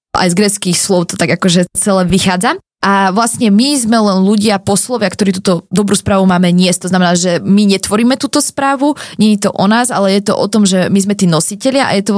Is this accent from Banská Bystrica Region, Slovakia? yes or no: yes; Banská Bystrica, Banská Bystrica Region, Slovakia; moved away as an adult; now in Bratislava, Slovakia; mám 25 rokov, momentálne žijem v Bratislave, ale teda vyrastala som celý život v Banskej Bystrici, kde som aj študovala evanjelikálnu teológiu